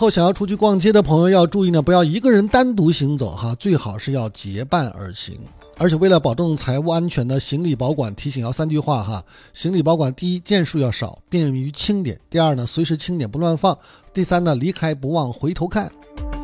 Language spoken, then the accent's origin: Chinese; Hainan, China; 咱们海南人